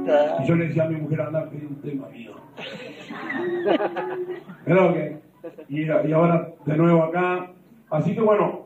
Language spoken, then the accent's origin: Spanish; San Justo, Entre Ríos, Argentina; Soy de San Justo, soy entrerriano